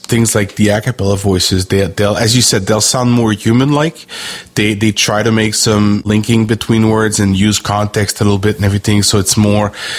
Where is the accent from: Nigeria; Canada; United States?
Canada; because I am a Canadian. So for my fellow Canadian